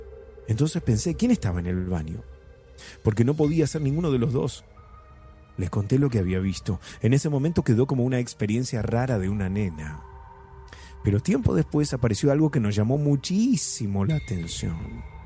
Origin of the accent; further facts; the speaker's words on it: Junín, Buenos Aires Province, Argentina; de Junín, Buenos Aires.